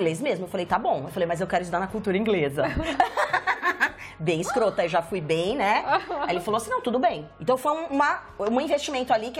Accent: Brazil; moved away; Eu não nasci pra ficar pra sempre no Brasil.

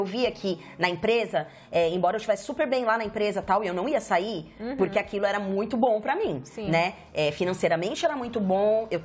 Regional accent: São Caetano do Sul, São Paulo, Brazil; moved away as an adult; also born or lived in Salvador; now in Canada; nasci em São Paulo, né? Na região metropolitana, São Caetano do Sul. E eu morei lá 28 anos

